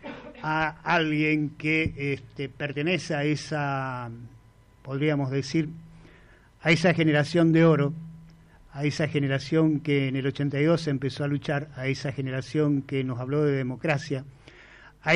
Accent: Argentina

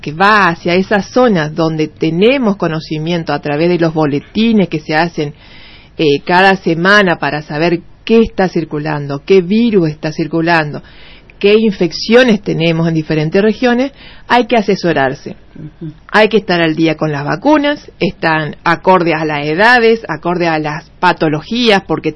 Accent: Argentina; nosotros como argentinos

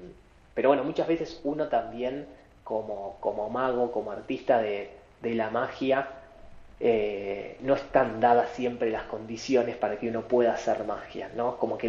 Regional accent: San Fernando, Buenos Aires Province, Argentina; Yo soy de San Fernando, de zona norte de Buenos Aires

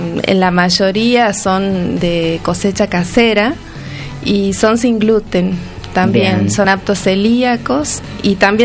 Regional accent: Salta, Argentina; moved away; also born or lived in Tucumán; soy salteña

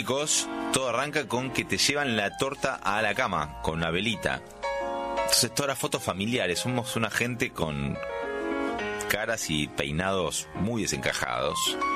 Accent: Buenos Aires, Argentina; ¿Quiénes somos los porteños? Porque hay lugares con identidades más marcadas. Y acá somos una gran mezcla.

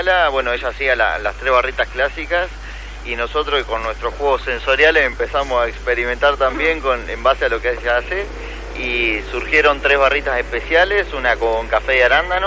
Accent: Bolívar, Buenos Aires Province, Argentina; Camila y yo somos de acá de Bolívar.

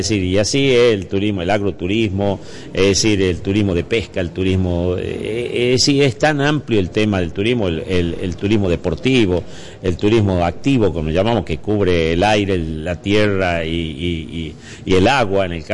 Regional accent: Tucumán, Argentina; nos hace sentir orgullosos como tucumanos

